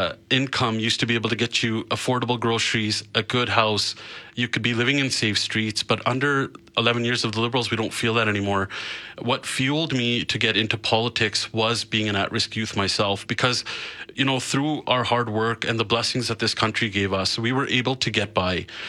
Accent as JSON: {"language": "English", "town": "Calgary", "region": "Alberta", "country": "Canada", "tie": "born or raised there", "said": "I am blessed enough to be able to represent the riding that I grew up in, where I moved to when we first moved to this g"}